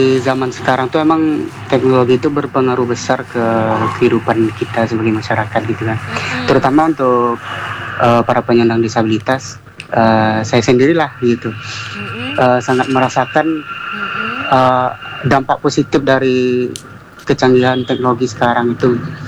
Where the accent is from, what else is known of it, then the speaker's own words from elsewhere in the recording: Riau, Indonesia; also born or lived in Medan; Saya orang Riau